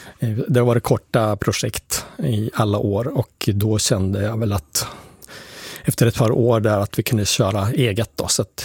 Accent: Lycksele, Västerbotten County, Sweden; now in Sundsvall, Sweden; Utan jag är född upp i Lycksele i Västerbotten, där jag levde första tiden i livet.

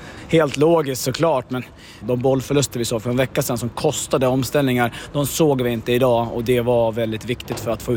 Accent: Västerås, Västmanland County, Sweden; komma tillbaka på det här sättet som västeråsare.

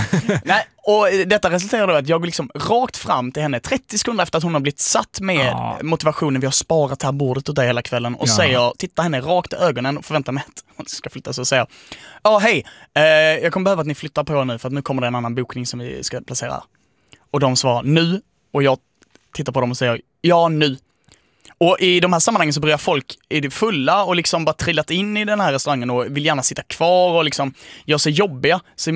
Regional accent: Skåne, Sweden; moved away; min skånska identitet

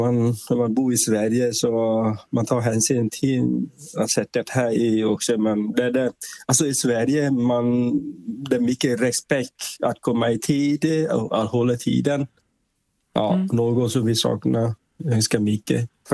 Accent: Vietnam; Swedish is a second language; now in Sweden; för jag är från Vietnam, det är mitt ursprungliga land.

